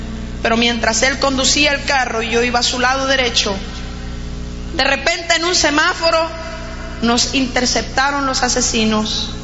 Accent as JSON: {"language": "Spanish", "country": "Colombia", "said": "Dios ha traído un mover muy especial en mi país."}